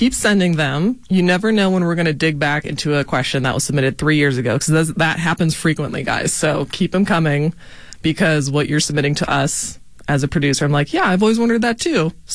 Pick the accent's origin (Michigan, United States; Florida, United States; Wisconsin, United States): Wisconsin, United States; So I grew up on South Side, like, Bayview, St. Francis area, and my parents' home has a stained glass window